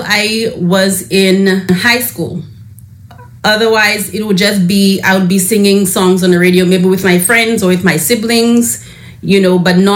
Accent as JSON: {"language": "English", "country": "St. Lucia", "tie": "born or raised there", "moved": "yes", "said": "My fondest memories of growing up in St. Lucia is just the joy of the rhythm of life there. It's a slower pace of life"}